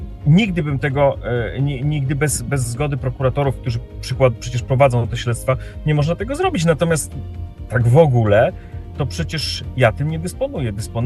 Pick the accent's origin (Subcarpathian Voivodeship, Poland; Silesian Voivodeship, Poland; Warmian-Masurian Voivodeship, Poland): Subcarpathian Voivodeship, Poland; Rzeszów; pochodzę z Polski Południowo-Wschodniej, z Rzeszowa, ale to nie chodzi tylko o Rzeszów, chodzi o świętokrzyskie, lubelskie, małopolskie.